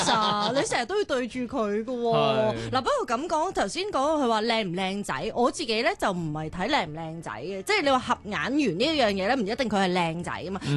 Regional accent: Hong Kong; 始终喺香港好似土生土长，所有嘢都好好熟悉。

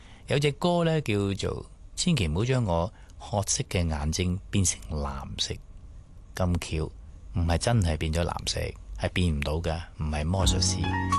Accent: Guangdong, China; 我哋廣東人咧就好簡單嘅啊，呢種咩顏色係咖啡色啊嘛。

